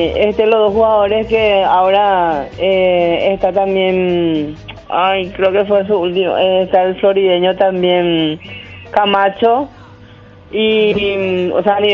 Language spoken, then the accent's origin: Spanish; San Juan Bautista, Misiones, Paraguay; soy oriunda de allá.